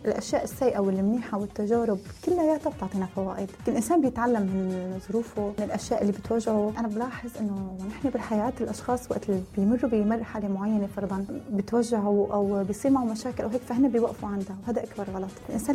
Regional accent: Syria; moved away; also born or lived in Dubai, United Arab Emirates; ونحن كسوريين محبوبين بالامارات. يعني انا عن تجربتي، انا سلا تجربتي شي 7 سنين تاركه، بس نحن كسوريين شعب محبوب بالامارات

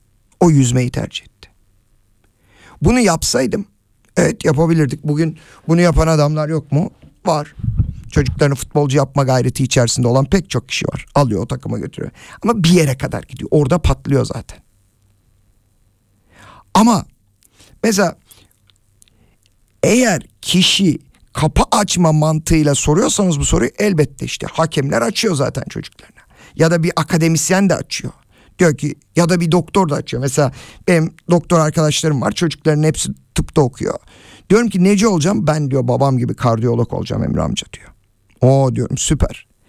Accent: Adana, Turkey; moved away as an adult; now in Lyon, France; Abi Lyon'dan selamlar. … Abi 23 yaşıma kadar Adana'da doğdum, büyüdüm. Geçen sene memlekete geldim, Adana'ya.

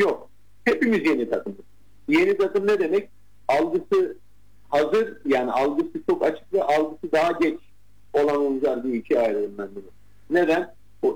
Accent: Adana, Turkey; Bunu bir Adanalı olarak söylüyorum.

